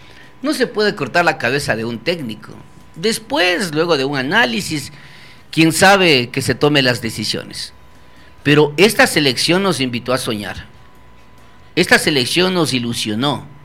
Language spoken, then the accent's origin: Spanish; Ecuador; como ecuatorianos que somos